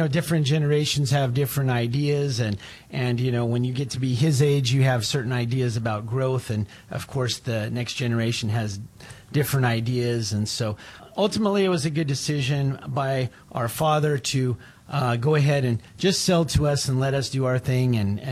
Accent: California, United States; So I grew up on the dairy farm where we produce all of the milk that we use in our products here at Rosa Brothers, and that's where I grew up. Went to local schools there, Delta View School.

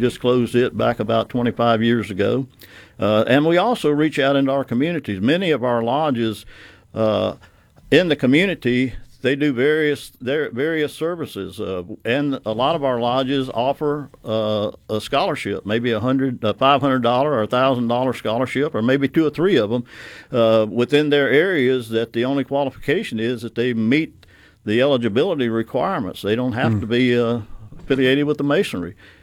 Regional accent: Philadelphia, Mississippi, United States; Go to my hometown, Philadelphia, Mississippi, right across the very top of the building, which is on the northeast corner of the square, court square there.

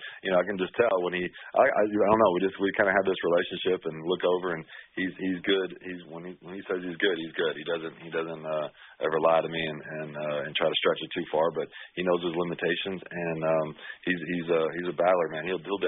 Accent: Louisville, Kentucky, United States; to give this my hometown city a chance to win a championship and bring a trophy back to Louisville.

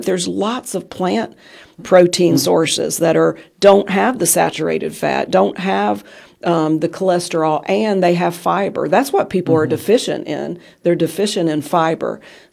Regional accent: West Virginia, United States; born or raised there

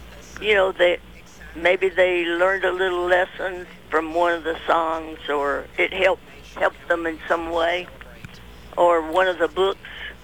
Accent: Mount Airy, United States; I would always mention that I'm from Mount Airy

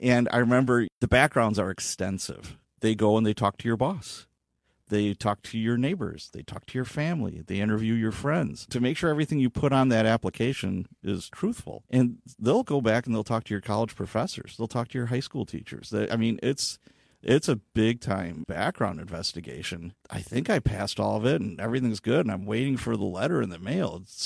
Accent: Chicago, Illinois, United States; I would say no, but when I was young, I grew up in Chicago, in the Chicagoland area

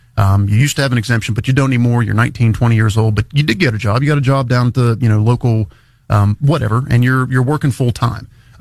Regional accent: Randolph County, West Virginia, United States; I'm originally from Randolph County.

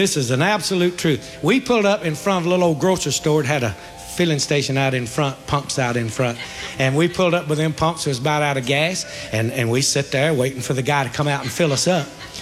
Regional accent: Smyrna, Georgia, United States; And we're up here from Smyrna, Georgia, and we never have been up here before.

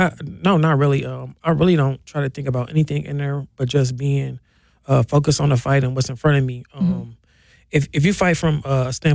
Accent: Milwaukee, Wisconsin, United States; Without a doubt, the North Side.

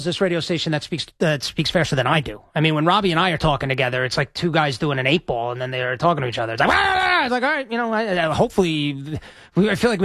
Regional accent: Nassau County, New York, United States; I'm originally from Nassau County.

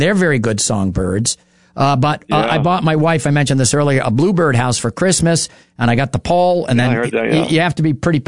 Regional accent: Marlborough, New Hampshire, United States; Marlboro, my hometown

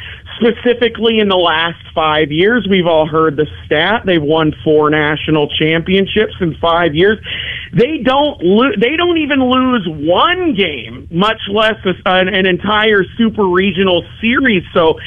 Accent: Washington, United States; I'm from Washington, and Washington has, my alma mater is Western Washington University, and they have an incredible D2 softball team.

